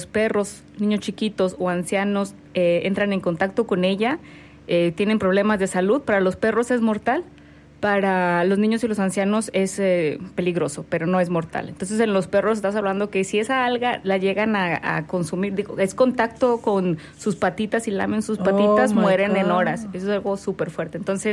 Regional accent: San Luis Potosí, Mexico; Sí, yo me siento como si estuviera en mi tierra natal, San Luis.

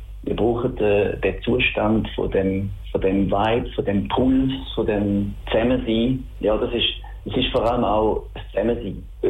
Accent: Schaffhausen, Switzerland; accent: Schaffhausen dialect; Ja, lass mal mein Dialekt. Das ist immer noch Schaffhausen. Ich wohne seit 30 Jahren in Schaffhausen

